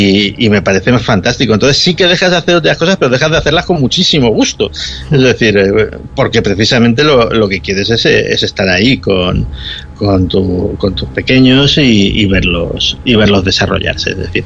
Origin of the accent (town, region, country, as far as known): Spain